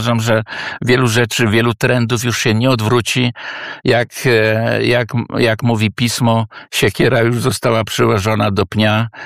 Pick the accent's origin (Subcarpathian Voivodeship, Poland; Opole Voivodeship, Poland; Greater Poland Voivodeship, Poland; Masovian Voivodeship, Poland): Masovian Voivodeship, Poland; Warsaw; moved away as an adult; now in Germany; jestem warszawiak, urodzony w Warszawie i w Warszawie przeżyłem 64 lata